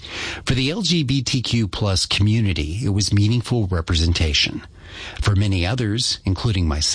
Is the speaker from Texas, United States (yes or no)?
yes; Texas, United States; Growing up in Texas as a straight, cisgendered white male